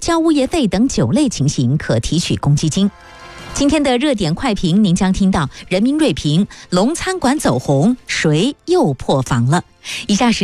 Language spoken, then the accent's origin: Chinese; Yichang, Hubei, China; 聊聊咱们宜昌人关心的身边事儿。